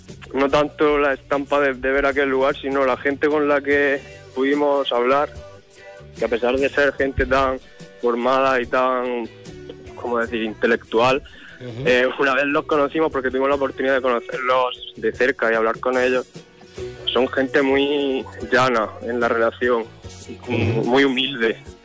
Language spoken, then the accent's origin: Spanish; Garrucha, Andalusia, Spain; Yo soy de Garrucha.